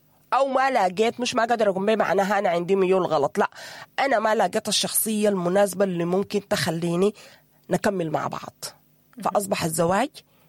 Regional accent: Sudan; بيسبب ضغط للمرأة هي المرأة، إحنا كمجتمع سوداني.

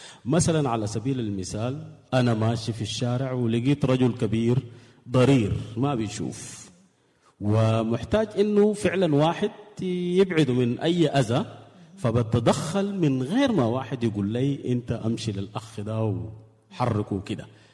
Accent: Sudan; عندنا في السودان ونحن هسه في ظروف الخريف

